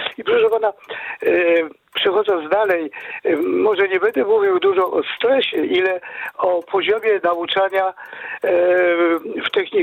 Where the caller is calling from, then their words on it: Radom, Masovian Voivodeship, Poland; Ja dzwonię z Radomia.